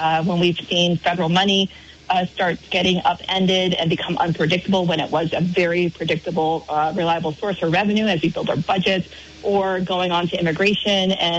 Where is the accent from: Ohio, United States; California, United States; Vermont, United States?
Vermont, United States; Barre; now in Burlington, United States; I grew up in Barry